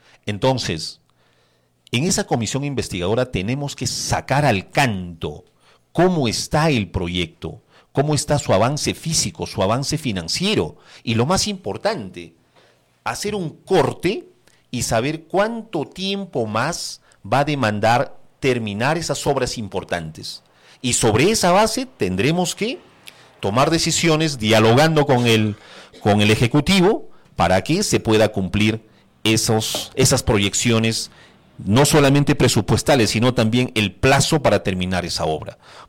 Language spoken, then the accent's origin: Spanish; Ayacucho, Peru; now in Huamanga, Peru; Tenemos que siempre no olvidar de dónde venimos. Venimos de Parinacochas. Y por más que estemos lejos en Huamanga